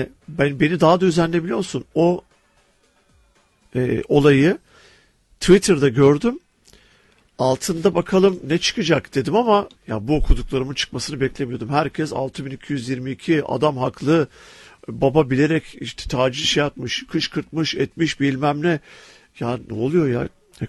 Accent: Ankara, Turkey; Mesela ben Ankaralıyım. Ankara Gücü maçına ben gitmem bile.

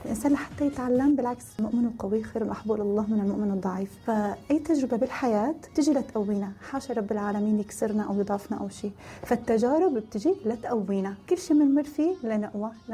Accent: Syria; now in United Arab Emirates; ونحن كسوريين محبوبين بالامارات. يعني انا عن تجربتي، انا سلال تجربتي شي 7 سنين تاركه، بس نحن كسوريين شعب محبب بالامارات.

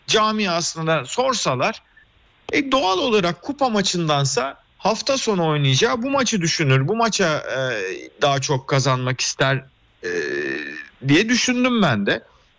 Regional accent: Kocaeli, Turkey; Tam şey yapamadım ama ben Kocaeli'liyim abi.

